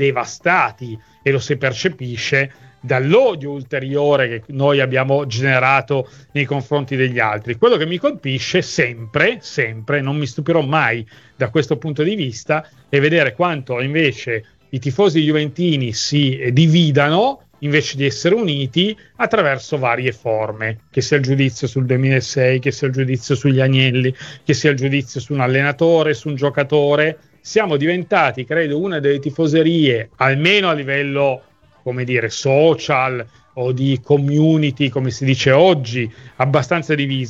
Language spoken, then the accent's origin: Italian; Liguria, Italy; sarà perché sono liguri, e i liguri sono molto lamentosi